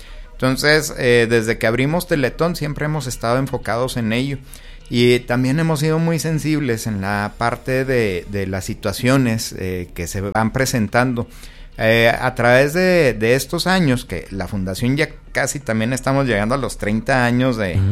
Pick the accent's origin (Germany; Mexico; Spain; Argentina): Mexico; es una responsabilidad muy muy grande que tenemos como claro, mexicanos